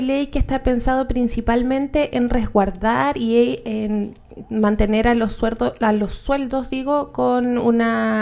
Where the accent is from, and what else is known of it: Chile